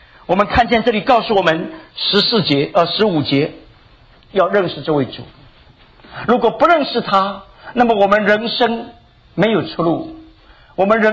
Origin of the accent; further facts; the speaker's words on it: China; also born or lived in Shanghai / Northeast China; 我们中国人